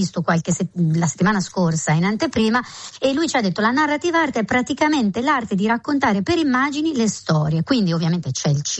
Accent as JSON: {"language": "Italian", "town": "Bologna", "region": "Emilia-Romagna", "country": "Italy", "said": "E io sono pure bolognese"}